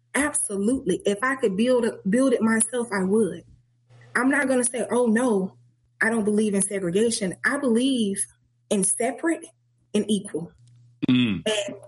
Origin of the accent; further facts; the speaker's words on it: Birmingham, Alabama, United States; I was born in Birmingham, Alabama. That same Birmingham where them babies was bombed at.